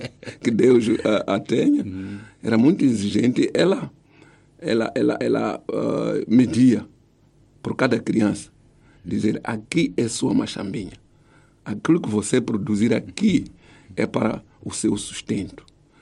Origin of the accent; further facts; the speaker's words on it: Manjacaze District, Gaza, Mozambique; born there; eu sou moçambicano, nascido na província de Gaza, distrito de Matlakazi, na zona de Mangunzi, concretamente em Escozinho.